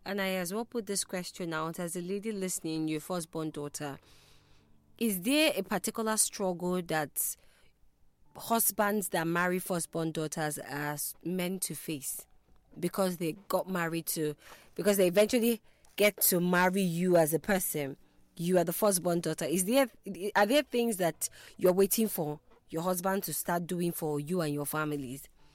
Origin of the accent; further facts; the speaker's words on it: Igbo, Southeast, Nigeria; a lot of people who are Igbo, we are like, yeah, it's something that we see often around the Southeast.